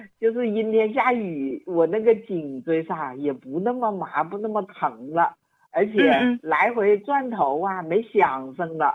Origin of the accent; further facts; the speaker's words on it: Wuhan, Hubei, China; 我是武汉的，我今年63了。